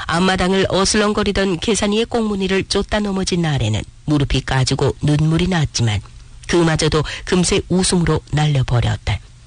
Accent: Jilin, China; now in Qingdao, China; 내게 고향이 어디냐고 묻는다면 한치의 망설임도 없이 연변이라 말하겠지만

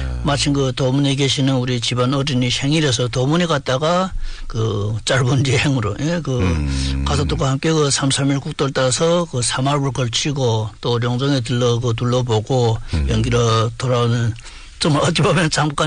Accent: Longjing, Jilin, China; 저는 고향이 용정인데 제가 태어나서부터 대학 입학생까지 줄고 살았던 집이 그 20여 년 전에 도로건설 용지에 포함돼서 그 증용되면서 그때 그 바로 부모님들 연길로 이사를 오게 됐습니다.

